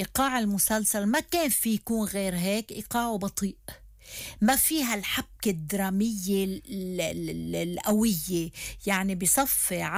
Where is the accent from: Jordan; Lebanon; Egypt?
Lebanon